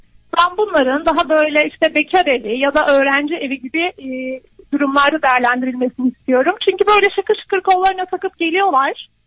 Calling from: Ankara, Turkey; Ankara'dan arıyorum.

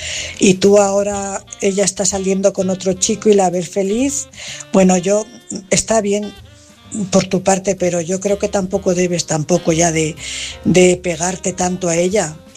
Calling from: Cuenca, Castilla-La Mancha, Spain; Buenas noches … corresponsal de Cuenca.

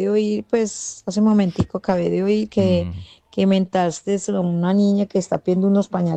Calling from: Bello, Antioquia, Colombia; vivo en Bello.

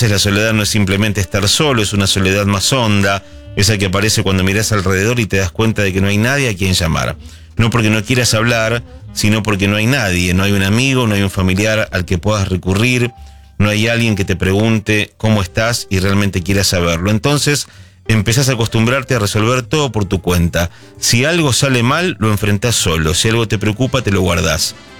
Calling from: Paraná, Entre Ríos, Argentina; de Paraná, acá en la ciudad desierta, mucho frío

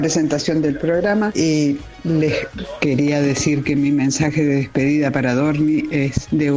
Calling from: Flores, Buenos Aires, Argentina; de Flores.

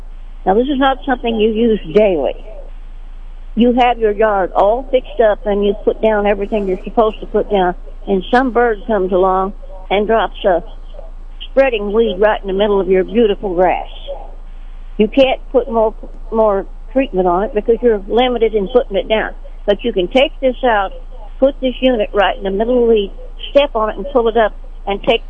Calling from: Sedalia, Missouri, United States; I'm calling from Sedalia, and I have two items.

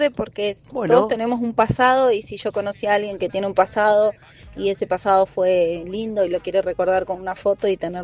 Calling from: Maipú, Mendoza, Argentina

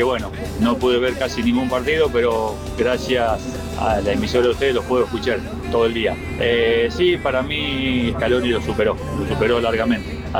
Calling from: Arribeños, Buenos Aires, Argentina; de Arribeño.

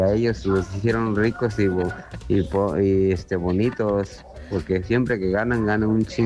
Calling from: Mexico; Así somos ahorita nosotros mexicanos.

